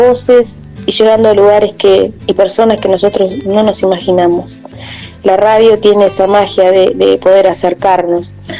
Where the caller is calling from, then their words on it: Los Antiguos, Santa Cruz, Argentina; soy de Los Antiguos.